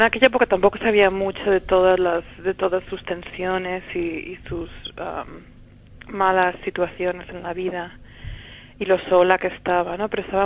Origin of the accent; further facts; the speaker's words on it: Madrid, Community of Madrid, Spain; Yo habiendo crecido en Madrid y siendo española